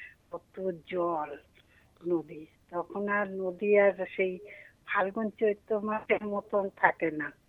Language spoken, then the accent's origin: Bangla; Chittaranjan, West Bengal, India; now in Siliguri, India; আমি যেখানকার মেয়ে, মানে আমি তো চিত্তরঞ্জন, মানে আসানসোলের ওকে বর্ধমান ডিস্ট্রিক্টে চিত্তরঞ্জনের মেয়ে।